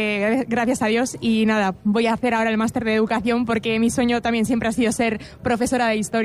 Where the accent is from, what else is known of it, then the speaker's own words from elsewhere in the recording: Galdakao, Basque Country, Spain; also born or lived in Bilbao; me he ido formando también en la Escuela de Música de mi pueblo, de Galdácano, porque yo soy de Bilbao, y nada, ahí sigo. También soy estudiante